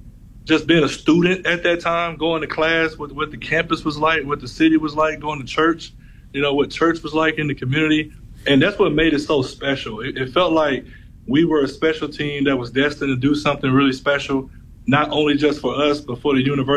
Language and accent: English; Mobile, Alabama, United States; Dwayne Goodrich being from Chicago, I'm from Mobile, Alabama.